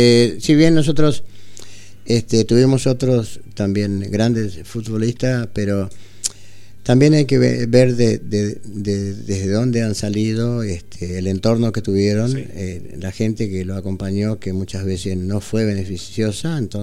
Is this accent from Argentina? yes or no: yes; Argentina; somos argentinos y tenemos un corazoncito con la azul y blanca.